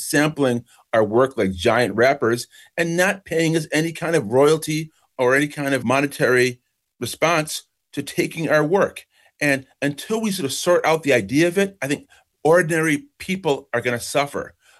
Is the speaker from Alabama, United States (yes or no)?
no; Brockport, New York, United States; also born or lived in Kingston, Jamaica; I was born in Kingston, Jamaica, but I grew up in Brockport, New York. My parents were both college professors